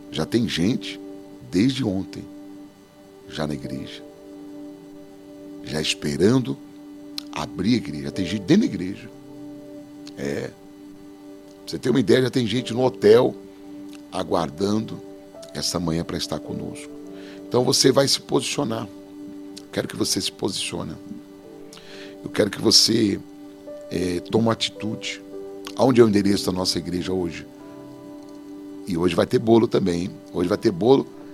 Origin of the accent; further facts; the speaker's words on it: São Paulo, Brazil; also born or lived in Belo Horizonte; Eu nasci na Deus e Amor, da Deus e Amor. Depois eu fui para a Assembleia de Deus Belém, em São Paulo. Nasci em Belo Horizonte, me criei em São Paulo e vim para o Ministério Apostólico.